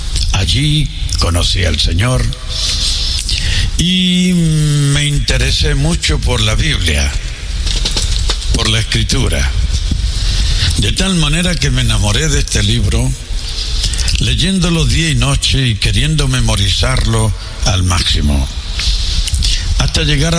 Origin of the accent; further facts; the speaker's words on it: Santiago, Santiago Metropolitan Region, Chile; born there; Soy de origen chileno. Nací en Santiago de Chile en 1939.